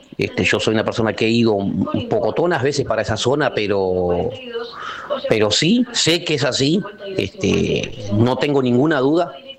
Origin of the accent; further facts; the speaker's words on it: Caraguatá, Tacuarembó, Uruguay; Yo soy oriundo de ahí, de Caraguatá, me crié en Rincón de Pereira, ahí en las costas del Río Negro, sobre Paso Pereira, ahí en la estancia más bien más precisa de Las Mansas y de los hermanos Causilla, sobre la costa del Río Negro